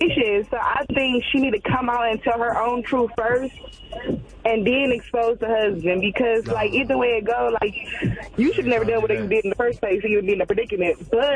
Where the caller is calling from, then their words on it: Cleveland, Ohio, United States; from Cleveland.